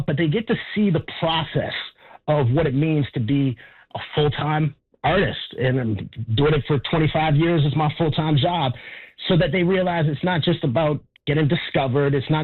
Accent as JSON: {"language": "English", "country": "Canada", "said": "it really means a lot to me as a Canadian."}